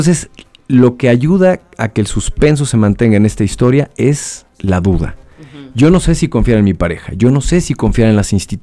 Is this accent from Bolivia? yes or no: no; Mexico; Entonces nosotros como mexicanos creo que también tenemos la obligación de contar historias